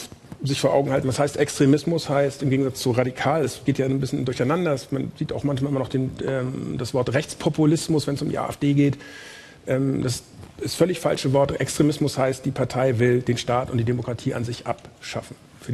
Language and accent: German; Hamburg, Germany; der dann in meiner Heimatstadt Hamburg eine Rede halten darf